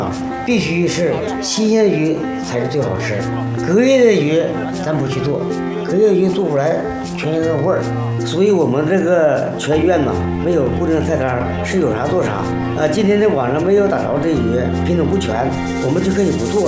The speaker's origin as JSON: {"language": "Chinese", "region": "Northeast China", "country": "China"}